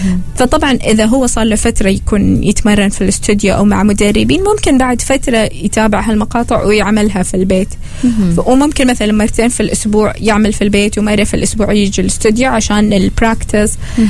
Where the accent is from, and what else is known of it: Oman